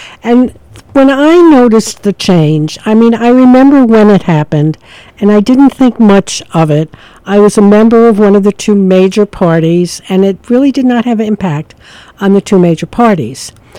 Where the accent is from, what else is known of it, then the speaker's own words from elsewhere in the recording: Long Island, New York, United States; at Hofstra College, which is near where I grew up on Long Island.